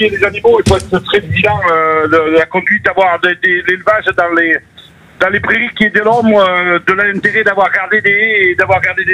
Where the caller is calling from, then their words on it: Occitanie, France; De Cadillac, au nord du département.